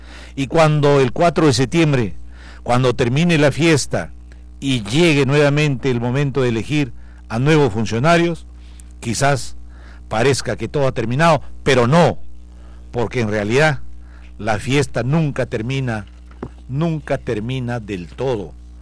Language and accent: Spanish; Chiquián, Ancash, Peru; tenemos los chiquianos cuando estamos lejos y alguien nos pregunta, ¿de dónde eres? Y respondemos con legítimo orgullo, soy de Chiquián.